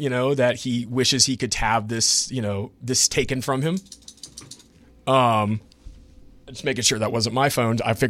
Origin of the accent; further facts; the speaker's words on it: Pensacola, Florida, United States; moved away as an adult; now in New Orleans, United States; I'm going to back up from this RE20 a little bit. I am from Pensacola, Florida. I moved to New Orleans in 2009.